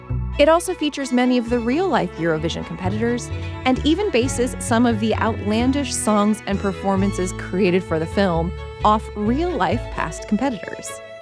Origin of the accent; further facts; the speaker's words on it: United States; as an American